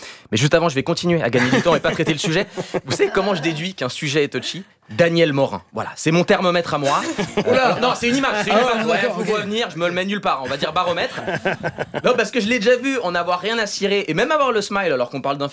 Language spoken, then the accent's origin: French; Switzerland; Je suis suisse.